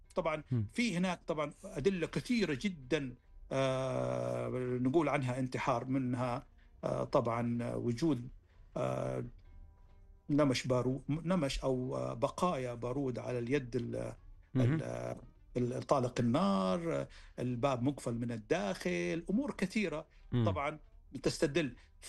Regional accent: Saudi Arabia; عندنا في السعودية هنا

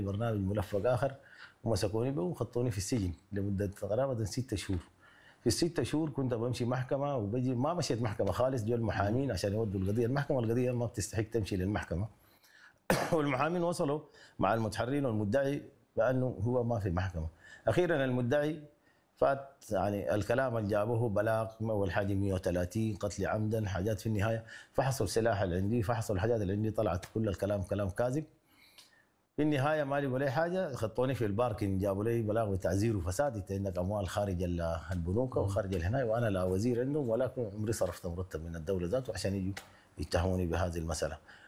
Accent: Sudan; نحن كسودانيين ما بنتحمل المعركه بالشكل ده

